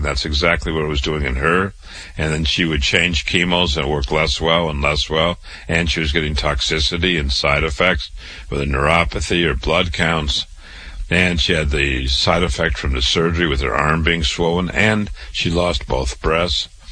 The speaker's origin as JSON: {"language": "English", "town": "Waterloo", "region": "Iowa", "country": "United States", "tie": "born or raised there", "said": "I was born and raised in Waterloo, Iowa. I went to public school, university, medical school, MD at 25"}